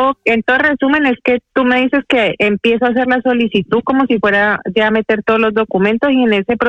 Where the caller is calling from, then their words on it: Tenerife, Canary Islands, Spain; me comunico de Tenerife.